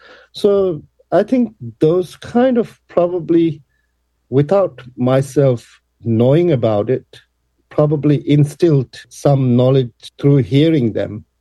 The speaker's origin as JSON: {"language": "English", "town": "Dharamsala", "region": "Himachal Pradesh", "country": "India", "tie": "born there", "also_born_or_lived": "Nepal", "moved": "yes", "said": "my little town that I was growing up in Dharamsala in India. That was after I moved from Nepal to India"}